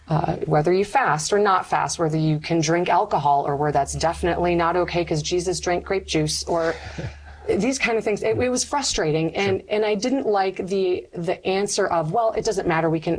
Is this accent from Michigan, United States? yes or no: yes; Michigan, United States; There was also like a Bible study group in my high school, and Northern Michigan University is also in my hometown.